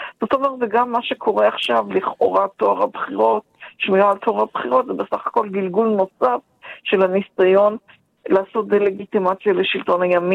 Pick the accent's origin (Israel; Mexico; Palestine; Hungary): Palestine; Hebron, West Bank; moved away as an adult; אני גדלתי בחברון, אז נשואה ומאז אני לא גרה.